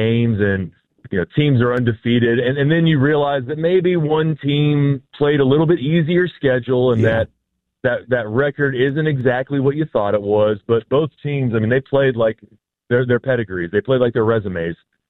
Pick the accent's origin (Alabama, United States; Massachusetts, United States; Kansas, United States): Alabama, United States; Birmingham; You know, when I came from Birmingham, like, look, there are a lot of great football teams in Birmingham.